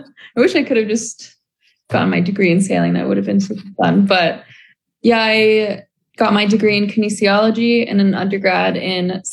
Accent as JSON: {"language": "English", "town": "Houston", "region": "Texas", "country": "United States", "said": "I'm from Houston, Texas"}